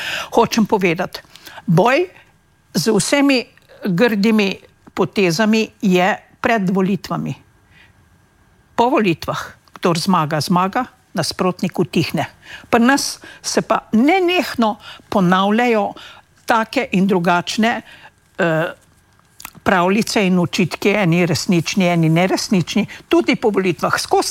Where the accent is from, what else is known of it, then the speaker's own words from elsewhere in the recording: Upper Savinja Valley, Slovenia; now in Spain; sama izhajam iz Gornje Savinjske doline.